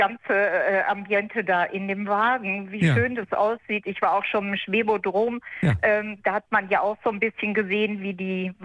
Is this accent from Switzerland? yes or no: no; Harz, Germany; born there; now in Wuppertal, Germany; Also, ich bin im Harz geboren.